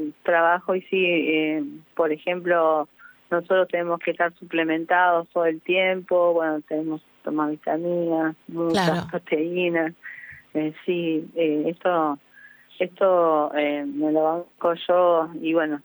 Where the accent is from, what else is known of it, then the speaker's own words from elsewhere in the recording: Quilmes, Buenos Aires Province, Argentina; Soy de Quilmes